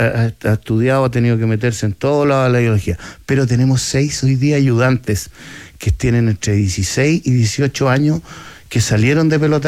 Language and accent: Spanish; Chile